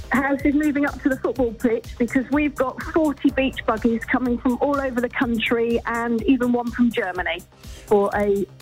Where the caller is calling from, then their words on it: Beer, South West England, United Kingdom; I'm from a little village in East Devon called Beer.